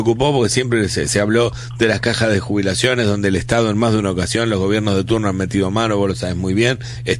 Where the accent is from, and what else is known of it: Argentina